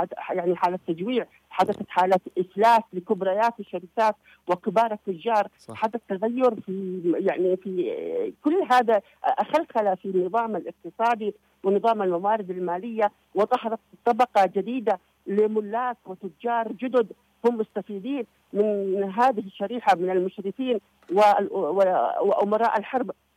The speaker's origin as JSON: {"language": "Arabic", "country": "Yemen", "said": "أننا ملزمين كيمنيين"}